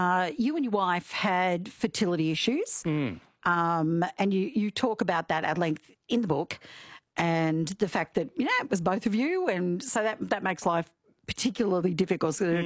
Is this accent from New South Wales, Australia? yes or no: no; Queensland, Australia; I'm a Queenslander and this is what we do.